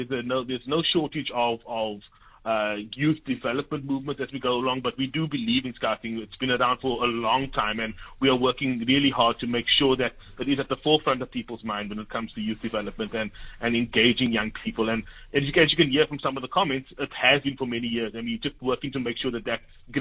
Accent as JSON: {"language": "English", "town": "Grassy Park", "region": "Western Cape", "country": "South Africa", "tie": "born or raised there", "said": "I grew up in Grassy Park, so I do understand the emphasis on Gilda and making sure that scouting is available in those areas as well."}